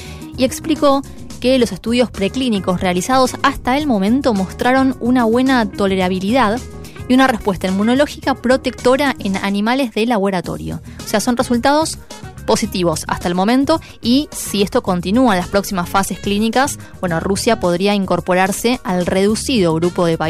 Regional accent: Argentina; bien lo sabemos los argentinos

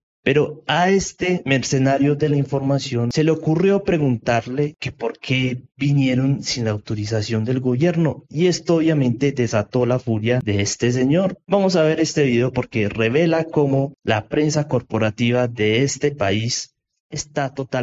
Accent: Colombia

